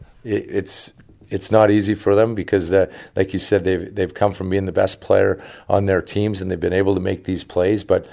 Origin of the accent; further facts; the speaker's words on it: Western Canada, Canada; now in United States; we grew up in Western Canada, but to be out in Northern California, it's a treat for us.